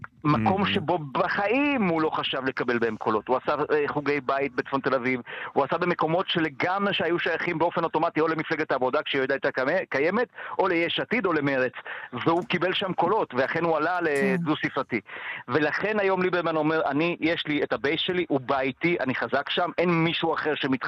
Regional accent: Romania; הם רוסים, גם אני רומני, אז...

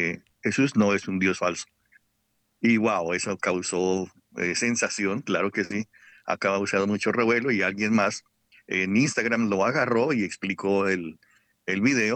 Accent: Bogotá, Bogotá D.C., Colombia; moved away; Yo vine de Bogotá, Colombia, y yo trabajaba con RTBC para el Canal 1.

